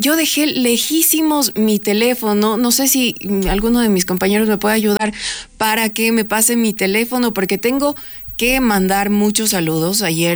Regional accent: Ecuador; los distintos temas que nos aquejan como ecuatorianos.

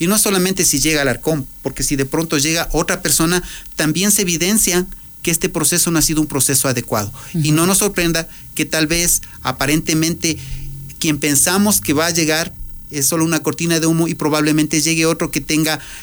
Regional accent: Ecuador; nosotros como ecuatorianos

